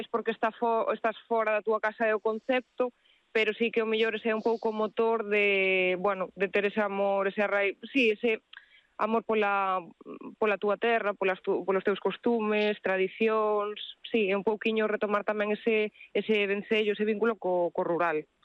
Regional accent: Porto do Son, Galicia, Spain; Eu, por exemplo, son de Porto do Son, pero fun a estudar a Santiago e xa non volvín a vivir alí.

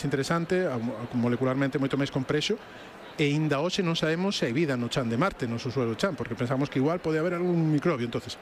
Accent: Sarria, Galicia, Spain; son de Sarria, entonces, claro, pois non pode ser outro xeito.

